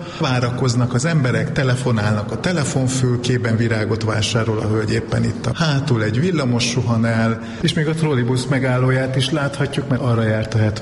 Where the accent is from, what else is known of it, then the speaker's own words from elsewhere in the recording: Budapest, Hungary; én nem ebben a házban születtem, hanem az akkor még nem létező, később mellé épült házba, ami a Kárpát utcában van, a 13. kerületben